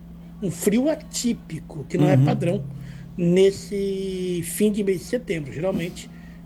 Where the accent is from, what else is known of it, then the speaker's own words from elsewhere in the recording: Petrolândia, Santa Catarina, Brazil; born there; now in Joinville, Brazil; Eu nasci em Petrolândia, Santa Catarina. E também lá pega assim, 0 graus, 2 abaixo de 0.